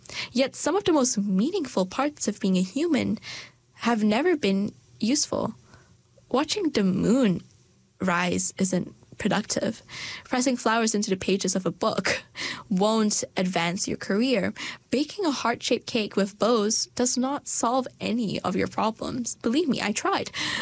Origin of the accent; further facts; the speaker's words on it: Malaysia; now in New Zealand; when I moved from Malaysia to New Zealand, my Malaysian friends have already started their foundation at university